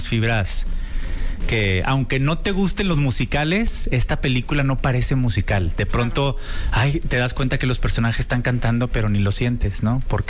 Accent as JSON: {"language": "Spanish", "town": "Monterrey", "region": "Nuevo León", "country": "Mexico", "said": "No, amo mi tierra, pero no, pues digo..."}